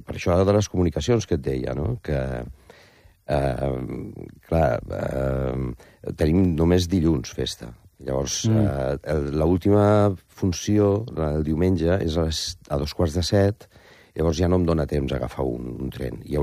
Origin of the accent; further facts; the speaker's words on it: Valencian Community, Spain; anirem a València, per sort anirem a la meva terra, anirem al Coll, que és el meu poble.